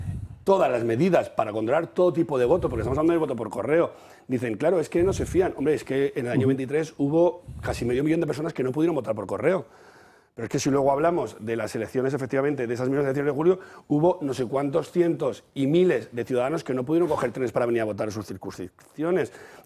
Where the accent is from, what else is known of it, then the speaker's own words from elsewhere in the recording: Alcorcón, Community of Madrid, Spain; porque tú sabes que yo soy de Alcorcón y el Partido Popular no está en el gobierno por tan solo 42 votos.